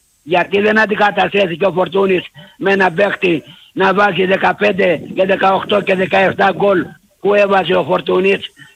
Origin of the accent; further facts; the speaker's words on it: Pigada, Greece; Είμαι από την Πηγάδα, Πηγαδιώτης.